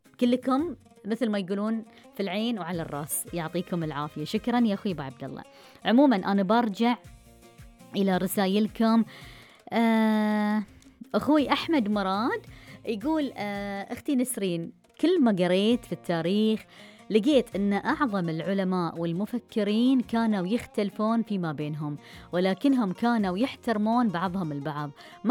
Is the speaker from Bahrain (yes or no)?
yes; Bahrain; accent: Bahraini; لهجتنا البحرينية